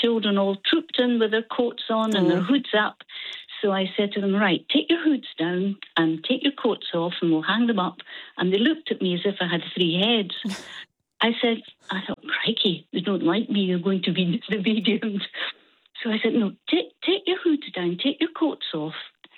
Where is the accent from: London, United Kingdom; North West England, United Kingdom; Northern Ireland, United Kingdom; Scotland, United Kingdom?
Scotland, United Kingdom; Dundee; moved away as an adult; also born or lived in Keighley / Inverness / Alness; now in Tain, United Kingdom; I was born and bred in Dundee. Don't ask me how I got to Tain.